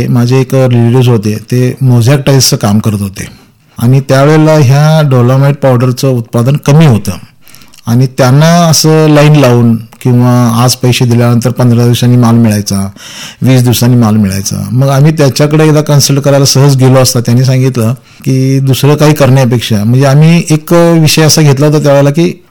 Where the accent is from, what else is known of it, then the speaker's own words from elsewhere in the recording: Dudhegaon, Maharashtra, India; मी मूळचा दुधेगाव या गावचा असून कवठेमंगळ तालुक्यामध्ये शेवटचं दुधेगाव हे गाव आहे.